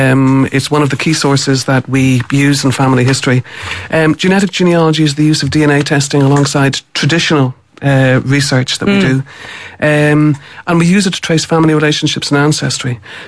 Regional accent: Ireland

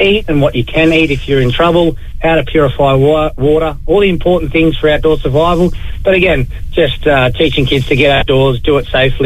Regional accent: Australia; born or raised there

